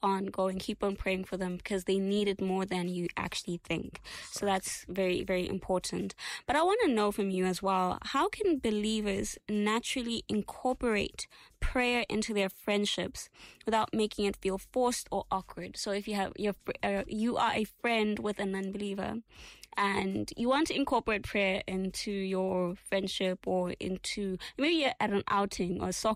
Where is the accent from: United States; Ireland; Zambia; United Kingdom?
Zambia; Ndola, Copperbelt; We grew up together in Indola.